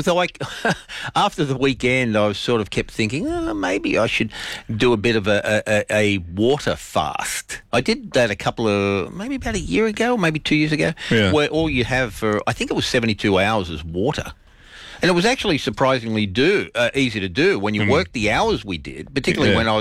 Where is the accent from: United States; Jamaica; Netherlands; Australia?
Australia; Of course they do, because we're Australian.